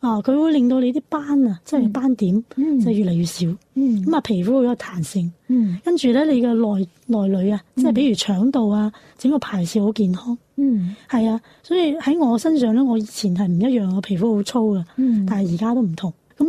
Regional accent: Guangdong, China; 所以你话我哋而家即系广东人啊，我哋叫做广府人啊嘛。

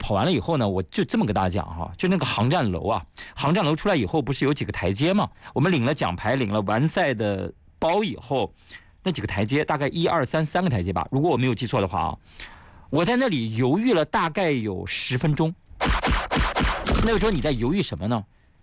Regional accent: Huguan, Shanxi, China; 我的老家在壶关，壶关的驴肉也很有名啊。

